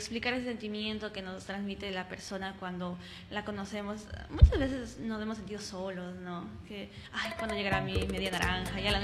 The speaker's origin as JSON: {"language": "Spanish", "town": "Tena", "region": "Napo", "country": "Ecuador", "said": "Sí, yo soy del Tena."}